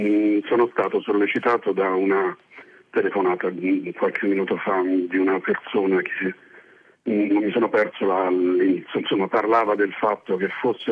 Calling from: Umbria, Italy; io vengo dall'Umbria, non sono un grande vecchio, sto ancora lavorando pur avendo compiuto 60 anni.

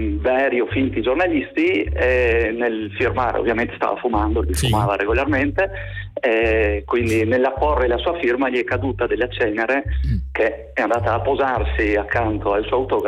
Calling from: Trieste, Friuli-Venezia Giulia, Italy; A Trieste, nella mia città

